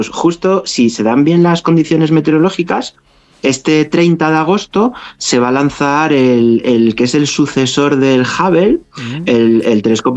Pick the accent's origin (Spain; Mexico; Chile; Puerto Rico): Spain; Galicia; yo que soy gallego, de hecho, llegué ayer de Galicia